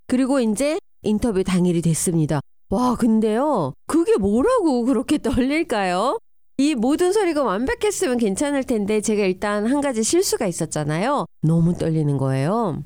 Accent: Seoul, South Korea; born there; 코리아 그것도 이제 리퍼블릭 오브 코리아 그렇게 쓰고 한국에서 태어났으니까 스테이트는 서울이라고 써야 되는데

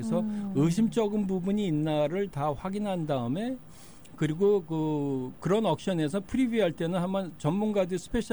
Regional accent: South Korea; now in United States; 왜냐하면 저는 동양인이 한국 사람이고 거기는 한국 사람들이 외국 동양인이 별로 없거든요.

